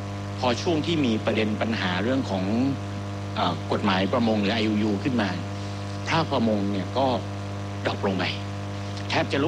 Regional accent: Samut Sakhon, Thailand; สมุทรสาครเนี่ยต้องถือว่าเป็นบ้านเกิดของผมเลย

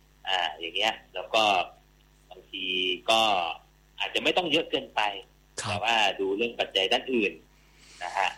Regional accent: Bang Len District, Nakhon Pathom, Thailand; moved away; ผมอยู่ทางอำเภอบางเลนนะนะฮะ

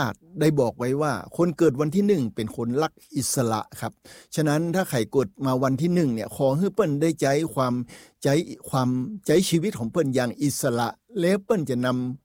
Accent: Lamphun, Thailand; moved away; เมื่อปี2565ผมได้กลับมาเป็นคนลำพูนแห่มครั้งหนึ่ง

